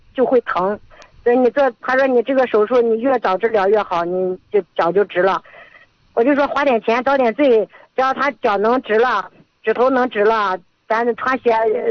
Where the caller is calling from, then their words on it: Yuncheng, Shanxi, China; 我是咱们运城空港的。